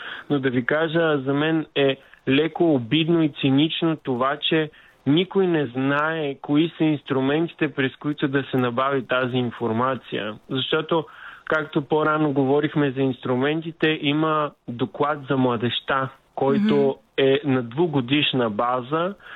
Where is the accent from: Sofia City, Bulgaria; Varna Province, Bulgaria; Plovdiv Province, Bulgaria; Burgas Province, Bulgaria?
Varna Province, Bulgaria; Varna; тъй като съм горд варненец